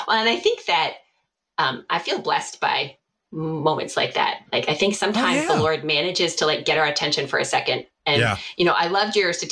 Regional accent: East Coast, United States; also born or lived in New York / Pennsylvania / Maryland / Washington, D.C.; I grew up, on the East Coast. I was born in upstate New York, lived there when I was little, lived in Pennsylvania, then in Maryland, then in DC.

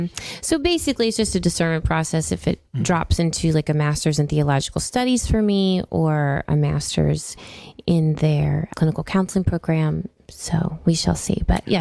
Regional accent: Bethlehem, Pennsylvania, United States; From this area originally.

